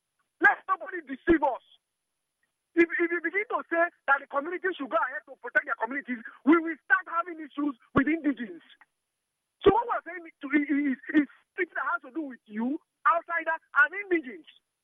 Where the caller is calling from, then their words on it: Rivers, Nigeria; Let me start with where I come from. As you speak, an average Ikwere boy